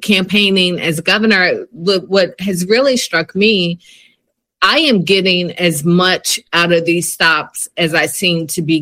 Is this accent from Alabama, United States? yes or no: no; Atlanta, Georgia, United States; I value Metro Atlanta, born and raised in Atlanta